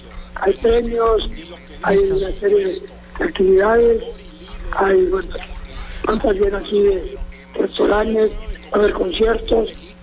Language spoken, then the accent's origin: Spanish; Mexico